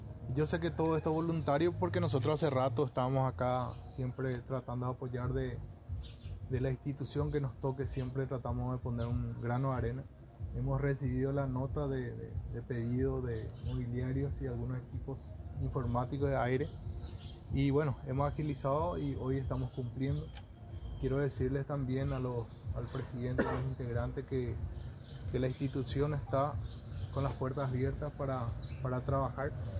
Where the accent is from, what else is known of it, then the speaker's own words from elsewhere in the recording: Pilar, Ñeembucú, Paraguay; yo soy de Pilar, mi familia es de Pilar